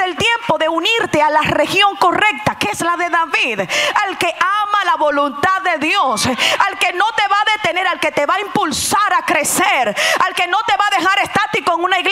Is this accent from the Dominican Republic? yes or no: yes; Dominican Republic; Yo soy dominicano, entiéndeme. Yo soy del Caribe, yo tengo sangre fuerte.